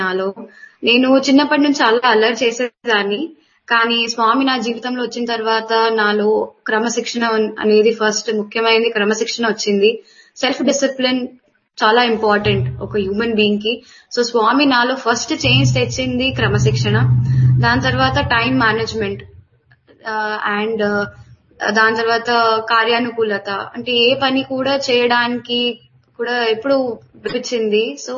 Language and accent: Telugu; Hyderabad, Telangana, India; now in Dehradun, India; And నా home town Hyderabad. Present నేను ఇప్పుడు దేరాదూన్ లో ఉంటున్నాను.